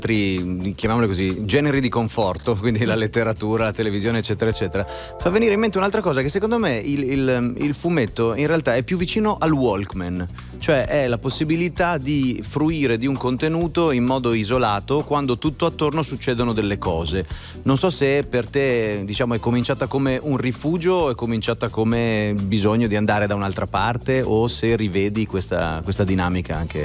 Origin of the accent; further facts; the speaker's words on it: Lucca, Tuscany, Italy; anche se visto che qua è al mio paese, insomma ormai il tuo paese, a parte che è un po' tutta l'Italia, ma immagino sia tanto Lucca dove c'è il Lucca Comics